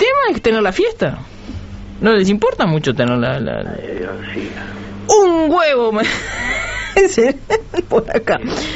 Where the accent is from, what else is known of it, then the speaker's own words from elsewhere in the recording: Uruguay; Yo no, porque soy de Durán.